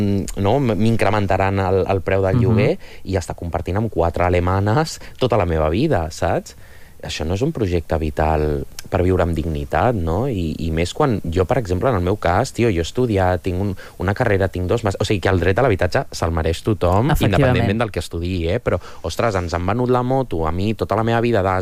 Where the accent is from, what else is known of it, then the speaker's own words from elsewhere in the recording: Barcelona, Catalonia, Spain; jo estimo molt Barcelona. Jo crec que totes les persones de Barcelona estimem molt la nostra ciutat.